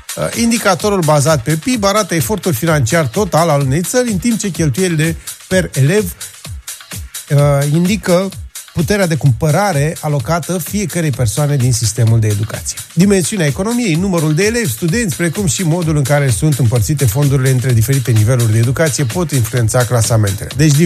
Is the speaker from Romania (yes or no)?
yes; Romania; Și eu sunt român, m-am prins.